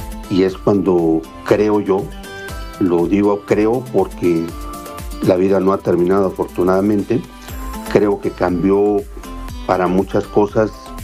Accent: Oaxaca, Mexico; soy orgullosamente oaxaqueño, vivo y radico en la capital del estado, en Oaxaca de Juárez

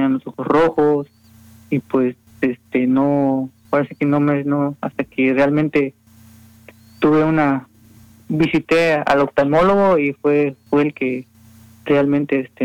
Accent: Costa Rica; soy orgullosamente costarricense

